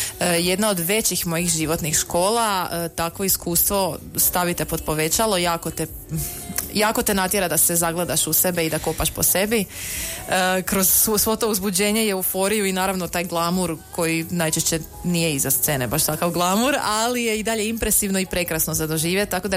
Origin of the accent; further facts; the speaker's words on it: Slavonia, Croatia; kod nas u Slavoniji jako poznata, odrasla sam uz njene taktove